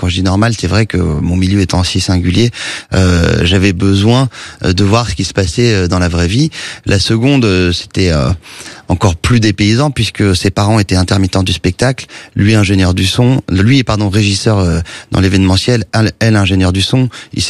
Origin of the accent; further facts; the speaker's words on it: Saint-Cloud, Île-de-France, France; je suis en train de décrire mon enfance à Saint-Cloud, à écouter des bonnes sœurs qui nous donnent les cours, après être dans un collège de garçons